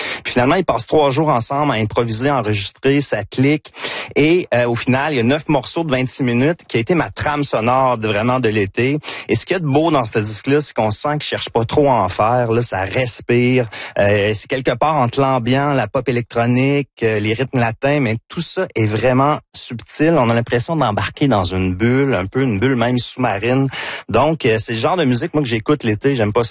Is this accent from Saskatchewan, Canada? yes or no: no; Victoriaville, Quebec, Canada; accent: Victoriaville; C'est mon accent de Victoriaville, vous comprenez que c'est ça.